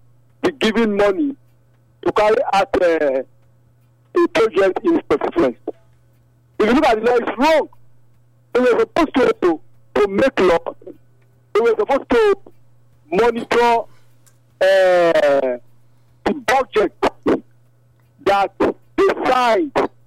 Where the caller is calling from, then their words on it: Meru, Meru County, Kenya; I'm calling from Meru, sir.